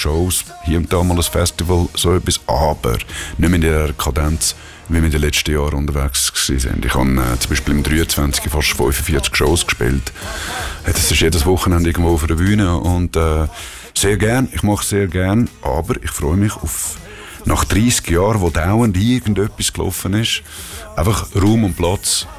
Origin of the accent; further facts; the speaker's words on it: Zurich, Switzerland; Ich bin als Kind in Schwamendingen aufgewachsen. Schwamendingen ist ein Arbeiterquartier, ein Arbeiterviertel, Genossenschaftsblöcke und Wohnungen. Und das ist gerade neben dem Stadion.